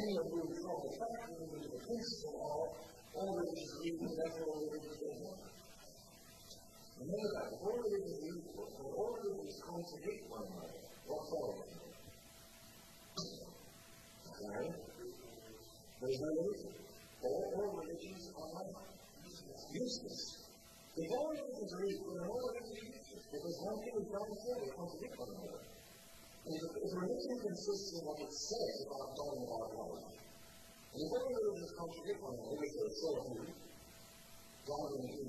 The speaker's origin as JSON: {"language": "English", "region": "England", "country": "United Kingdom", "said": "I'm an Englishman"}